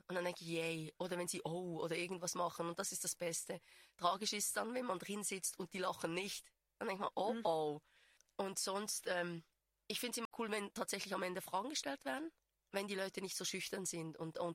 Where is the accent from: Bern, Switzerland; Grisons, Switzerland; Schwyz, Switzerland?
Schwyz, Switzerland; Einsiedeln; ich komme aus Einsiedeln